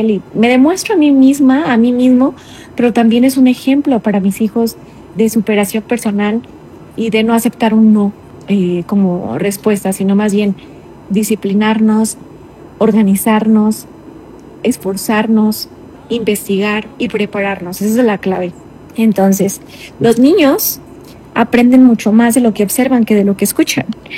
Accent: Mexico; y esto no por ofendernos a nosotros mismos como mexicanos, pero creo que es muy cultural de ir al médico cuando ya de plano tenemos la enfermedad avanzada.

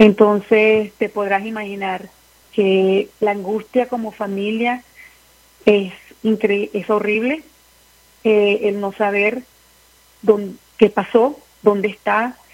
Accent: Venezuela; moved away

